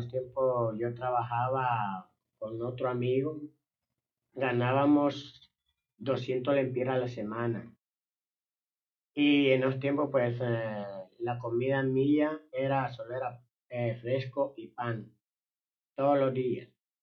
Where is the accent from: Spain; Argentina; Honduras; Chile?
Honduras; Puerto Cortés, Cortés; Yo soy de Puerto Cortés, allí estoy perseverando en la iglesia Príncipe de Paz, pero por el momento estoy aquí en Tegucigalpita